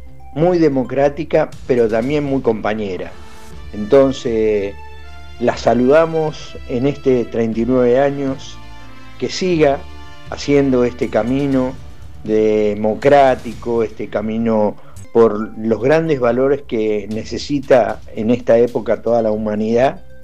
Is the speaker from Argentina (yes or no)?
yes; La Plata, Buenos Aires Province, Argentina; las preocupaciones que tenemos los ciudadanos platenses y quienes también somos parte de la vida activa de la Argentina.